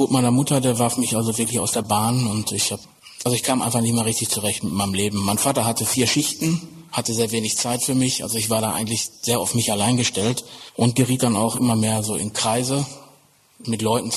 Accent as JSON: {"language": "German", "region": "North Rhine-Westphalia", "country": "Germany", "tie": "born or raised there", "said": "Ich bin aufgewachsen im Ruhrgebiet als Sohn eines Bergmanns und hatte auch eigentlich ein gutes Elternhaus, also nicht ein schlechtes Elternhaus."}